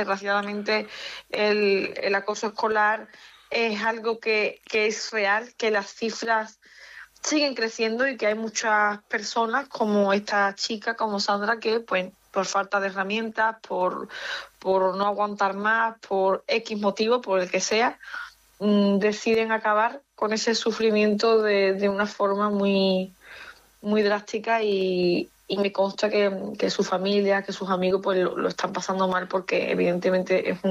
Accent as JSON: {"language": "Spanish", "town": "Seville", "region": "Andalusia", "country": "Spain", "said": "al final todo el mundo me habla en castellano y yo pues se me nota que soy de aquí, de Sevilla."}